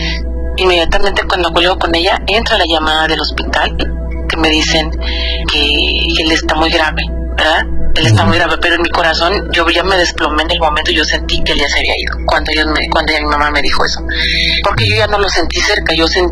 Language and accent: Spanish; Guerrero, Mexico; now in California, United States; Estoy en California, pero soy de Guerrero.